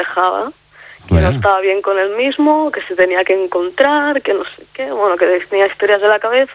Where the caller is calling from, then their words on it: Barcelona, Catalonia, Spain; Pero porque yo vivo en Barcelona